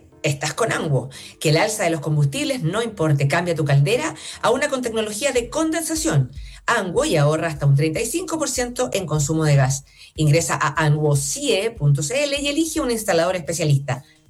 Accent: Chile; somos todos chilenos y esto me encanta.

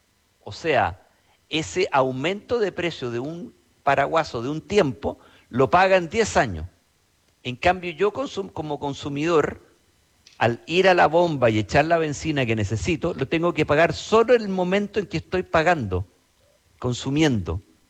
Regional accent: Chile; Si nosotros hoy día hemos transferido como chilenos, 2.500 millones de dólares más

